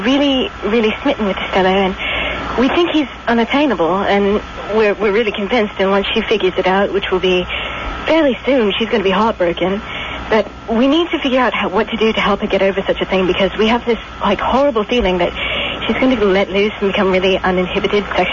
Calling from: Dartford, South East England, United Kingdom; accent: English; I'm from Dartford.

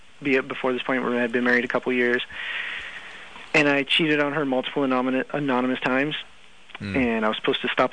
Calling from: California, United States; I'm from California.

